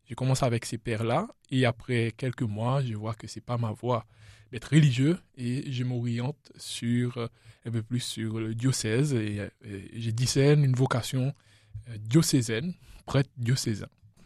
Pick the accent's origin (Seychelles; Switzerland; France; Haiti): Seychelles; La Digue; J'ai grandi aux Seychelles dans une île qui s'appelle la Digue, à savoir que nous avons 115 îles aux Seychelles. Et donc il y a 3 îles principales, je dirais. Et moi je viens de celui qui s'appelle la Digue.